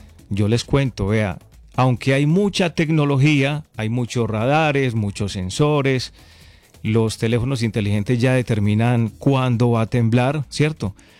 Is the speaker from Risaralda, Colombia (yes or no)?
no; Concordia, Antioquia, Colombia; mi pueblo de Concordia